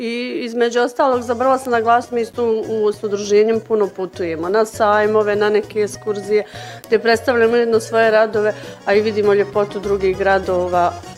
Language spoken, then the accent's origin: Bosnian; Medakovo, Bosnia & Herzegovina; dolazim iz Medakova